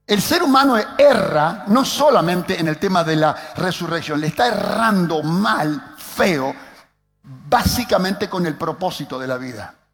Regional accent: Argentina; Che, como argentino.

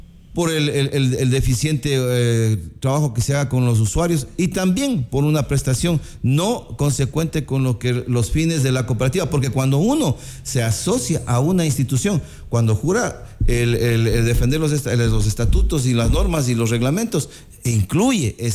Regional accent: Ecuador; nosotros como buenos ecuatorianos

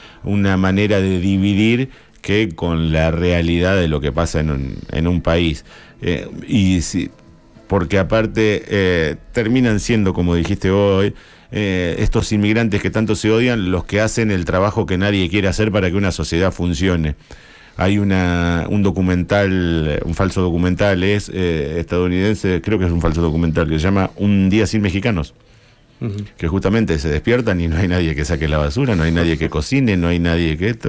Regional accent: Argentina; nosotros también desde las otras provincias

